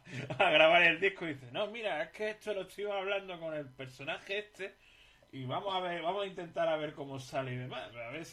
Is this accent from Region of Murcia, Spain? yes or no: no; Melilla, Spain; desde Melilla, desde mi tierra